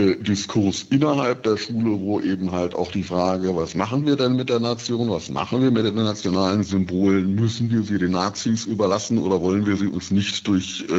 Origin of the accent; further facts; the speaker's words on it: West Germany, Germany; ich bin in Westdeutschland aufgewachsen, habe eine westliche Erfahrung und ich bin Jahrgang 66